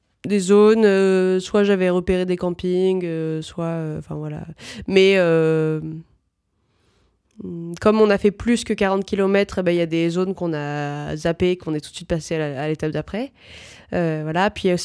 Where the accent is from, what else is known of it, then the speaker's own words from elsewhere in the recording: Lyon, Auvergne-Rhône-Alpes, France; Moi, je suis lyonnaise d'origine. Tout de suite, grandi dans une grande ville qui n'était pas du tout aménagée quand j'étais plus jeune.